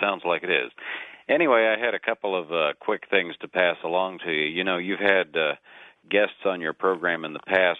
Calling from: Kansas City, Missouri, United States; I'm calling from KCMO in Kansas City, Missouri.

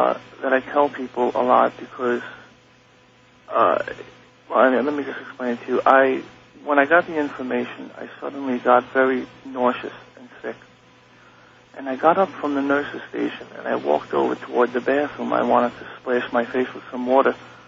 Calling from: New Rochelle, New York, United States; New Rochelle, New York.

